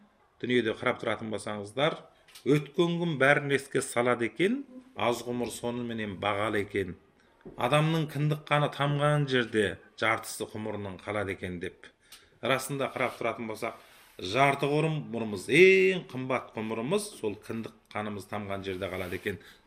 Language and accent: Kazakh; Fukang, Xinjiang, China; moved away; Көн енді осы кісінің де туған жері, менің де туған жерім осы Фуқан қаласы мен Аққала ауылының негізі қыстаулық жері.